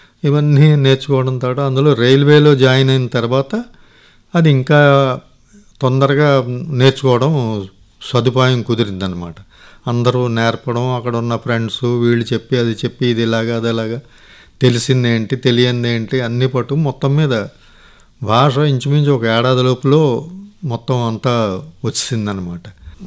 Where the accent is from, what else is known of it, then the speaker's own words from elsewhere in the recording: Kakinada, Andhra Pradesh, India; also born or lived in Srikakulam; నేను మధ్య వరసలో పుట్టాను, శ్రీకాకుళం జిల్లా. అక్కడి నుంచి కాకినాడ మేనమావ తీసుకెళ్ళి 6 నుంచి ఆ కాకినాడలోనే చదివించారు.